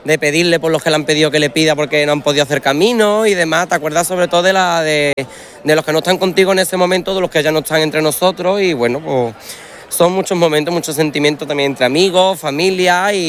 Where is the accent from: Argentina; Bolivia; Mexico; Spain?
Spain; El Viso, Andalusia; la madrina de mi pueblo, del Viso